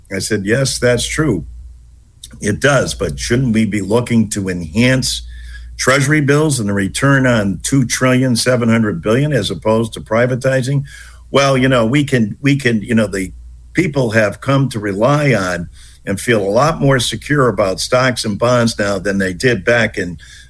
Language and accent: English; East Hartford, Connecticut, United States; my hometown of East Hartford.